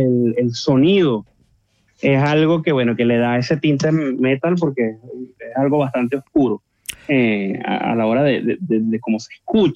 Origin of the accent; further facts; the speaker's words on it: Maracay, Aragua, Venezuela; moved away; Mi ciudad natal de Maracay, Venezuela.